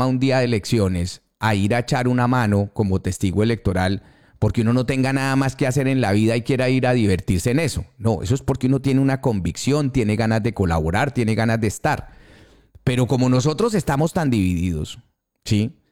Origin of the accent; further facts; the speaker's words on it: Colombia; moved away; como colombiano en el exterior